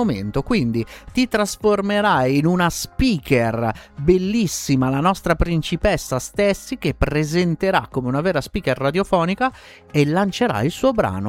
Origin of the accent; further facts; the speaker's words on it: Calabria, Italy; anch'io sono terrone come te, quindi io provengo dalla Calabria, pure noi.